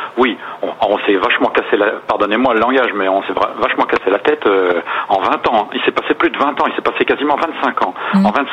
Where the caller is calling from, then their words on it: central France, France; D'un village en plein centre de la France.